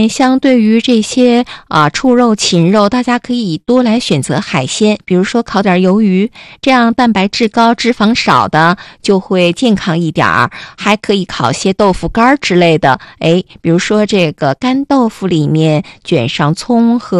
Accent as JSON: {"language": "Chinese", "region": "Northeast China", "country": "China", "said": "你看咱们东北人吃东西啊，口味就是比较浓郁醇厚，"}